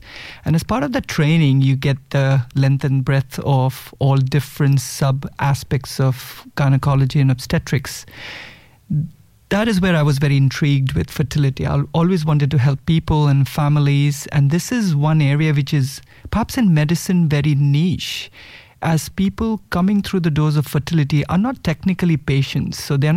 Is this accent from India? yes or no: yes; India; moved away as an adult; also born or lived in Scotland / Wales; So I am from Indian origin, have studied there as undergraduate, always wanted to do obstetrics and gynecology, did my training over there, and then immigrated to the UK. So I've lived in Scotland and Wales and lived there almost for 14 years.